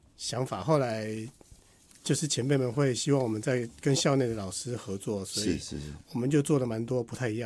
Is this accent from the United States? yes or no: no; Taiwan; 汉字我们大家在台湾长大都